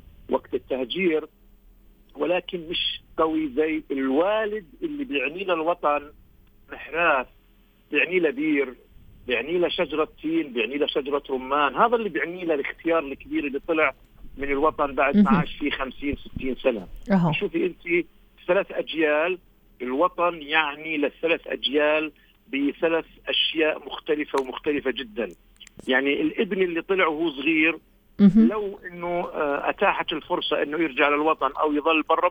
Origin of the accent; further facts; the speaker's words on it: Palestine; إحنا كفلسطينيين